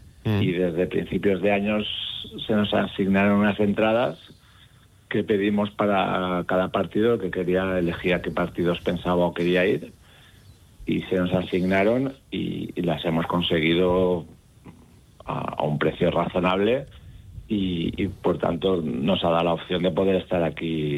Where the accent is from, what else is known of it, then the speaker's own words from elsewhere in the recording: Ontinyent, Valencian Community, Spain; sí, somos de aquí, de Ontinyent, somos un grupo de 7 amigos que que estamos yendo a ver a España hace ya tiempo